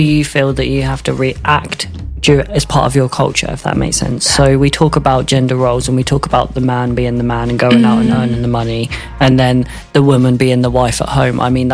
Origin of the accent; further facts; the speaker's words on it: London, United Kingdom; It's interesting that you say that because for me, I grew up in London